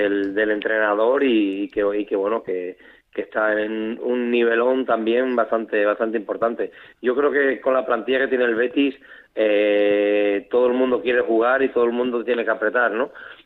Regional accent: Almendralejo, Extremadura, Spain; un chaval de mi pueblo, de Almendralejo

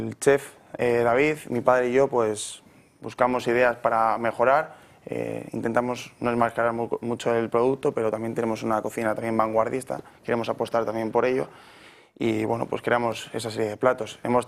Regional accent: Galicia, Spain; como Galicia, como mi pueblo, sí. Pudenza, que es un pueblito del interior que es precioso, precioso y es todo verde, todo campo

